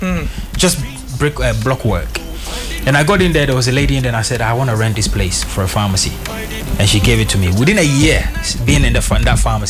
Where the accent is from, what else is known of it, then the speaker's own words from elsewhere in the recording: Akim Oda, Eastern Region, Ghana; English is a second language; moved away; also born or lived in London, United Kingdom; I grew up in a little village. It's called Akim Swabe. It's a suburb of Akim Oda. And at the time when we were growing up, at some point we had no electricity.